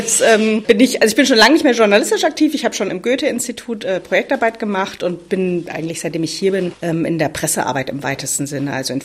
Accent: Thuringia, Germany; now in Dresden, Germany; aber ich komme natürlich aus Thüringen und ich bin Thüringerin und das bleibe ich auch den Rest meines Lebens, auch wenn ich vermutlich in Sachsen alt werde.

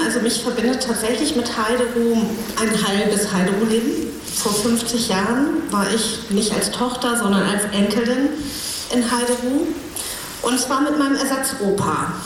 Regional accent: Buchholz in der Nordheide, Lower Saxony, Germany; ich bin in Buchholz groß geworden.

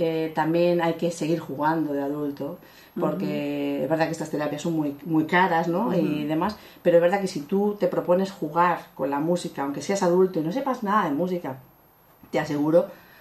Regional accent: Spain; now in Germany; Aunque yo no vengo de Latinoamérica, mi madre viene de Chile, pero yo soy española

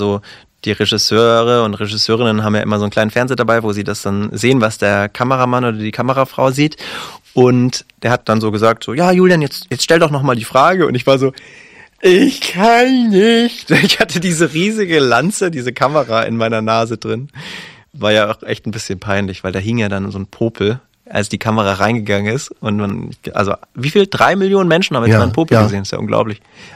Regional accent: Stuttgart, Baden-Württemberg, Germany; Ich komme ja aus Stuttgart.

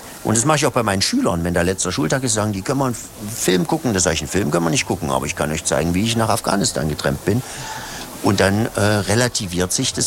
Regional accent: Hettstedt, Saxony-Anhalt, Germany; Also für mich ist Eisleben ein großer Aufstieg. Ich komme nämlich aus Hettstedt.

